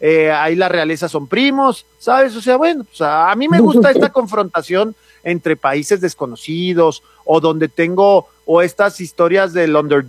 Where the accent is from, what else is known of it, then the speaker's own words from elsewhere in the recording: Chihuahua, Mexico; pues yo soy de Chihuahua, la verdad es que yo soy de Chihuahua, soy muy chihuahuense